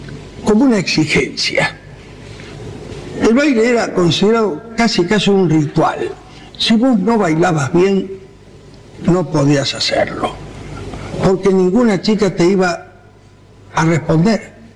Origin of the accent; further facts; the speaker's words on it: Ciudadela, Buenos Aires Province, Argentina; Qué buena pregunta. Yo de pibe viví en Ciudadela.